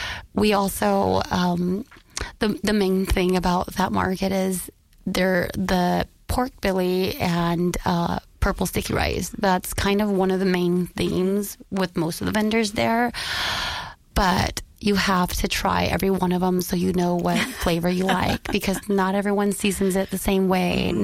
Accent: United States; growing up here in the United States as an American citizen

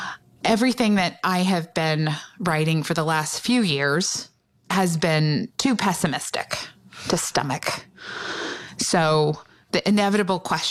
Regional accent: United States; And I think that's the deep irony of growing up in America as a Native person, you have more belief in America than Americans

